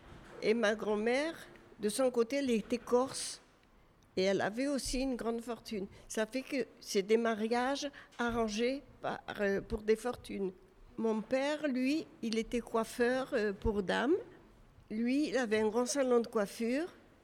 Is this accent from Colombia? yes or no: no; Algeria; born there; Et bon, ben moi, je suis né en Algérie.